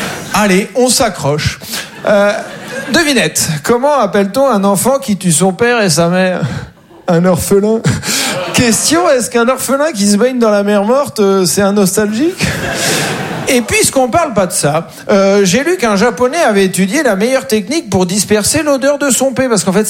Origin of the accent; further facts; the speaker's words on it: Caen, Normandy, France; moi, je viens de Caen, en Normandie.